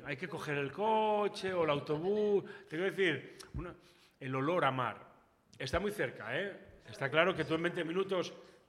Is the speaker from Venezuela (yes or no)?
no; Vigo, Galicia, Spain; yo crecí en Vigo